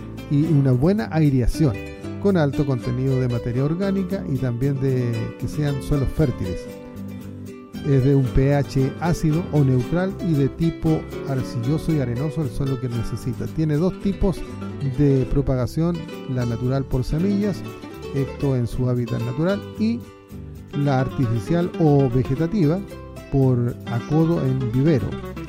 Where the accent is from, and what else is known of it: Chile